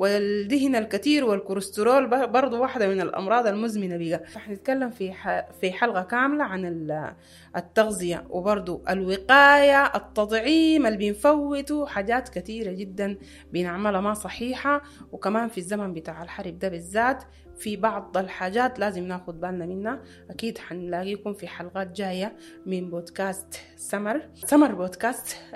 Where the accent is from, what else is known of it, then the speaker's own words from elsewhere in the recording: Sudan; بتهمنا نحن كمجتمع سوداني